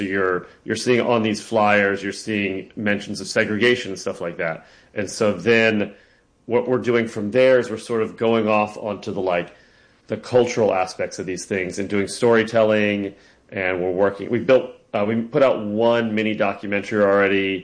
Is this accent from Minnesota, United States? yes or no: no; Hockessin, Delaware, United States; now in Brooklyn, New York, United States; I grew up in Hokesson, Delaware. I now live in Brooklyn, New York.